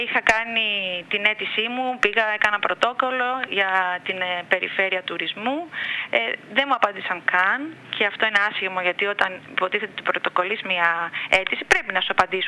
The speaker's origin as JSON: {"language": "Greek", "region": "North Aegean", "country": "Greece", "said": "Και κάνω μία έκκληση κι εγώ ως πολίτης και ως αμνιώτισσα, και που αγαπώ τον τόπο μου"}